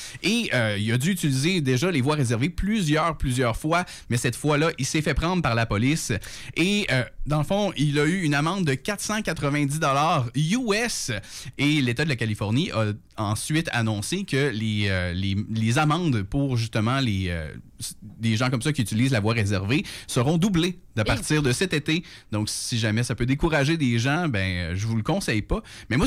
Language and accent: French; Quebec, Canada; Je suis de la Rive-Sud, oui. Faut que je le mentionne. Moi, j'habite à Lévis.